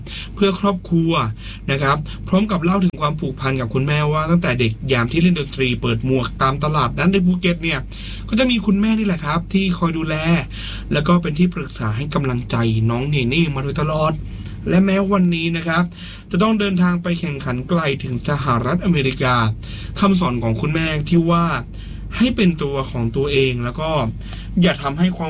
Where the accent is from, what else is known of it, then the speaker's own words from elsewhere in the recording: Phuket, Thailand; เป็นคนชาวจังหวัดภูเก็ตเป็นเยาวชนชาวภูเก็ตแล้วกันนะครับ